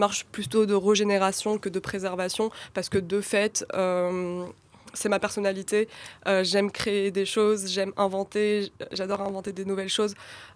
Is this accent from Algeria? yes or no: yes; Algeria; first language Kabyle; French is a second language; Moi, par exemple, le kabyle, ça reste ma langue maternelle, et c'est une des langues les plus importantes pour moi, que je parle très bien, etc. Mais par la force des choses, c'est le français que j'emploie au quotidien, je pense en français.